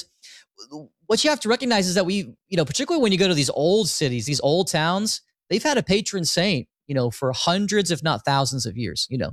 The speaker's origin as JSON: {"language": "English", "town": "Richmond", "region": "Indiana", "country": "United States", "tie": "born or raised there", "said": "my hometown of Richmond, Indiana"}